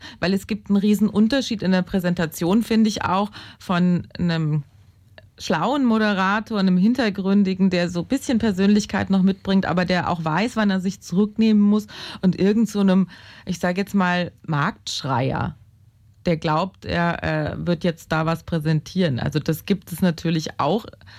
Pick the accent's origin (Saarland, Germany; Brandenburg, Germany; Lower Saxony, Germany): Saarland, Germany; Saarbrücken; born there; Ich bin in Saarbrücken geboren